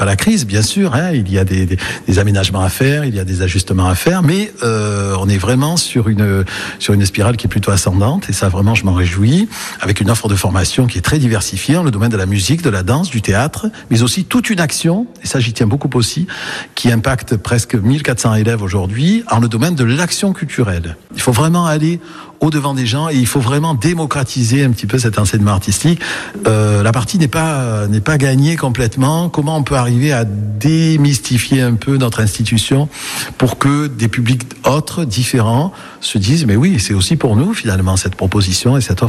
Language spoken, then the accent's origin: French; Marseille, Provence-Alpes-Côte d'Azur, France; accent: Marseille; also born or lived in Toulouse / Gulf of Saint-Tropez; now in Sens, France; Je suis né à Marseille, j'ai passé 10 ans à Toulouse avant de venir ici, puis dans le golfe de Saint-Tropez aussi avant.